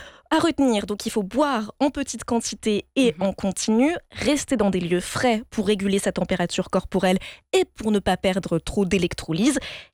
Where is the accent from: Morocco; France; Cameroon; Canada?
Morocco; 40 aussi chez nous au Maroc.